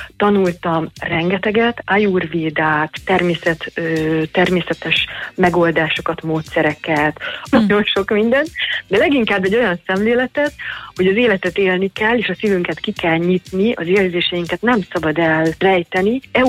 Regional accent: Hungary; Tehát, hogyha én magyarként így kezdeném a reggelit, és úgy folytatnám, hogy Magyarországon megszoktam

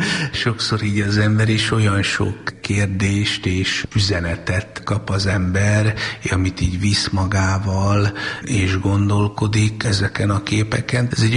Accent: Szolnok, Jász-Nagykun-Szolnok, Hungary; moved away as an adult; én szolnoki vagyok

